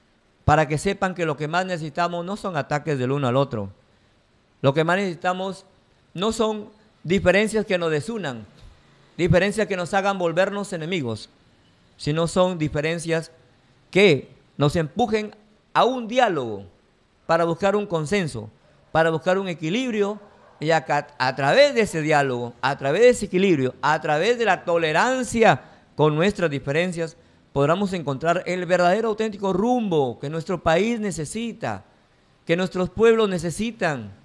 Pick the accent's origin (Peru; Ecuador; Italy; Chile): Peru; Como peruanos, como ciudadanos, como padre de familia